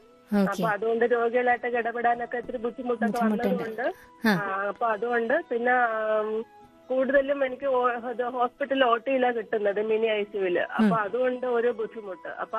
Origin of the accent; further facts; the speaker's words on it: Thiruvananthapuram, Kerala, India; moved away as an adult; now in Kunnukara, Ernakulam, India; എന്റെ നാട് തിരുവനന്തപുരമാണ്. ഹസ്ബൻഡ് തിരുവനന്തപുരം കാട്ടാക്കട.